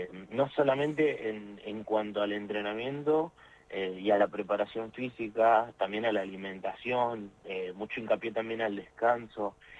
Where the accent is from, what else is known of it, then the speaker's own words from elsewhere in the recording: Tierra del Fuego, Argentina; no dejo de ser fueguino